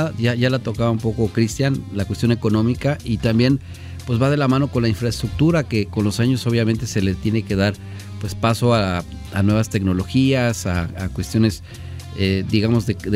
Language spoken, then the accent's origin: Spanish; Mexico